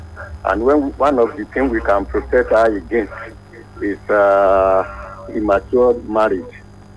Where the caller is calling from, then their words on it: Sango, Nigeria; from Sango.